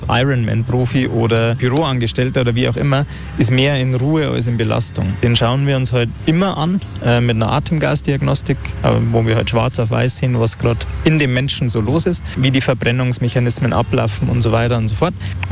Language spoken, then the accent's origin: German; Bad Tölz, Bavaria, Germany; Ist natürlich auch bei uns in Bad Tölz historisch wahrscheinlich auch bedingt. Ich war das erste Mal, glaube ich, mit 5 Jahren im Eishockey.